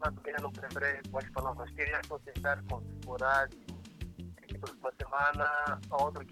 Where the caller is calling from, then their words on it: Beira, Sofala, Mozambique; Não, sou da Beira